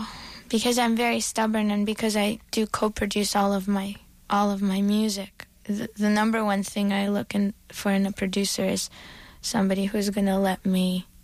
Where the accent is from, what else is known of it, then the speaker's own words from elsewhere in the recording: New York, United States; I'm such a New Yorker, you know, through and through.